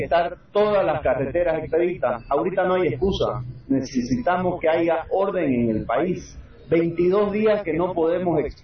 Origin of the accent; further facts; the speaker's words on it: Santa Cruz, Bolivia; el camino que tenemos que andar como cruceños y como bolivianos